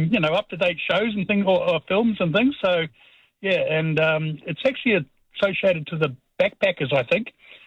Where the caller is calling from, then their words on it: Auckland, New Zealand; I'm actually from Auckland